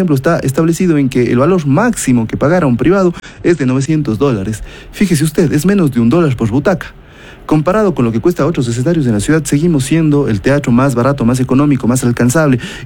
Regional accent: Ecuador

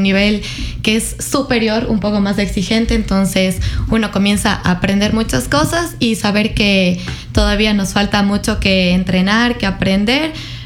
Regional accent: Cuenca, Azuay, Ecuador; la mayoría de chicas que somos de acá de Cuenca

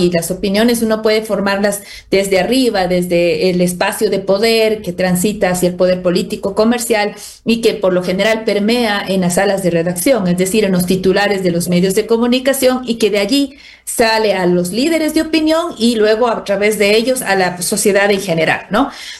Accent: Ecuador; en sociedades como la nuestra, como la ecuatoriana

